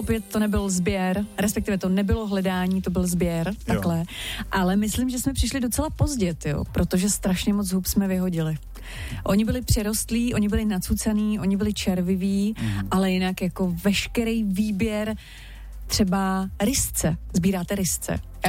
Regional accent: Vysočina Region, Czechia; my jsme z Vysočiny, tam kůrovec zařádil, takže ty lesy tam nejsou teď nic moc

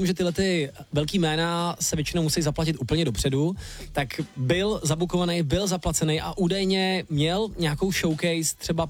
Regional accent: Hradec Králové, Hradec Králové Region, Czechia; já jsem z Hradce Králové

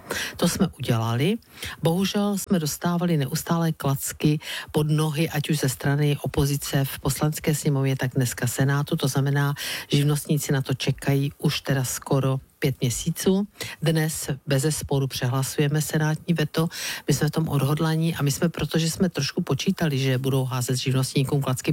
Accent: Brno, South Moravian Region, Czechia; a to říkám s obrovskou hrdostí vlase, protože jsem Brňačka

